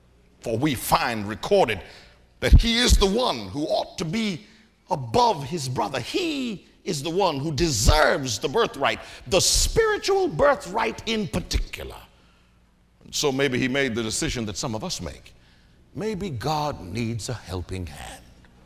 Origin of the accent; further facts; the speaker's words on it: Mobile, Alabama, United States; I'm from Mobile, Alabama. We are surrounded by water. So water is second nature to me.